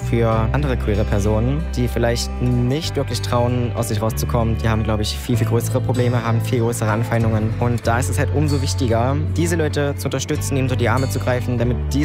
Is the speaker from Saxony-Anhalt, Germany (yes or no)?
yes; Magdeburg, Saxony-Anhalt, Germany; ich bin 24, komme aus Magdeburg